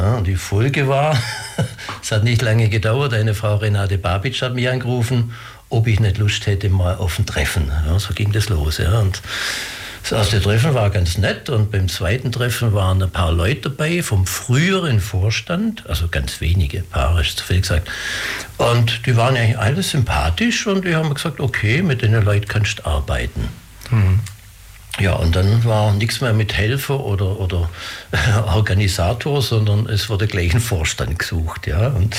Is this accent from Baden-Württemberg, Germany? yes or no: yes; Ulm, Baden-Württemberg, Germany; born there; Ich bin von Geburt an Ulmer. Ein Schwab, aber ich kann auch so ein bisschen Hochdeutsch